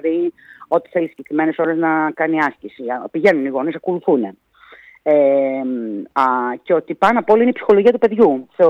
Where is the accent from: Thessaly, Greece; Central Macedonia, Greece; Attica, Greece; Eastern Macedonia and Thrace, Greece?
Central Macedonia, Greece; Thessaloniki; Βέβαια, γιατί τότε εμείς είμαι Θεσσαλονικιά, γι' αυτό το λέω.